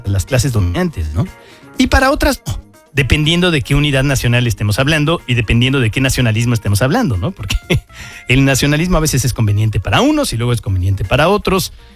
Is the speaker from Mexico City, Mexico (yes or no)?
yes; Mexico City, Mexico; born there; yo soy mexicano, nací en México, Distrito Federal